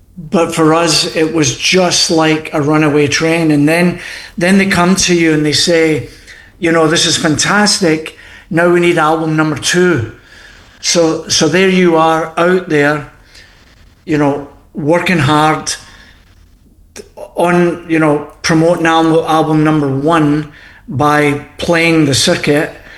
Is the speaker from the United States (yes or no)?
no; Scotland, United Kingdom; Yeah, so, being Scottish, and I know that Sam's off the Irish, his Irish background. I love coming to Newfoundland because it's got a wee touch of the old country for sure.